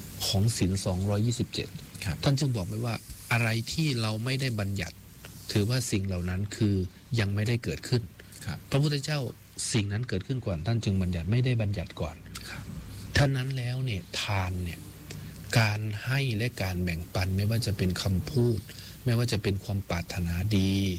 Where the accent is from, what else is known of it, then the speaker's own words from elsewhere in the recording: Isan, Thailand; แน่นอนเราเป็นลูกอีสานนะอาจารย์เนาะอาจารย์ก็เป็นลูกอีสาน